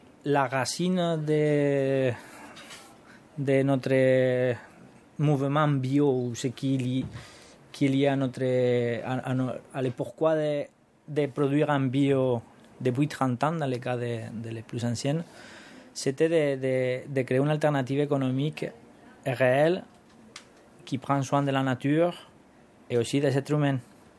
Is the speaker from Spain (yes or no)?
yes; Mula, Region of Murcia, Spain; French is a second language; Je suis le créateur de Bioespuna avec mon frère. Et voilà, je suis de Mula, Murcia, en Espagne.